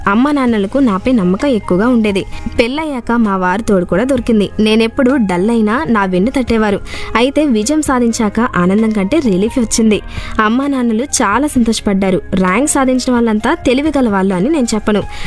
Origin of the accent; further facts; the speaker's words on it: Kadapa, Andhra Pradesh, India; అమ్మ శ్రీకృష్ణ. ఇద్దరు ఎల్ఐసి ఉద్యోగులే. నాన్న పదవీ విరమణ పొందారు. పాఠశాల విద్యాభ్యాసం అంతా కడపలోనే సాగింది.